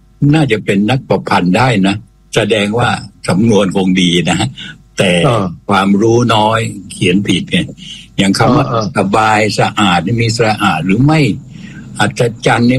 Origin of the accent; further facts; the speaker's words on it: Nakhon Si Thammarat, Thailand; ครับบ้านเกิดเนี่ยนครศรีธรรมราชนะฮะ